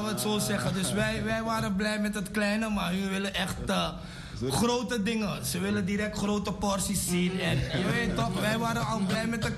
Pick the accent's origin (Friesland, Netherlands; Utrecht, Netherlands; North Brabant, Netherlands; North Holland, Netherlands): North Holland, Netherlands; Amsterdam; we komen van Amsterdam, dus dan ken je het wel.